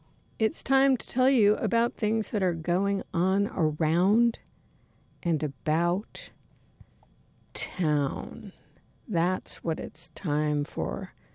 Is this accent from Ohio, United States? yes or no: no; New York, United States; What do I know? I'm from New York.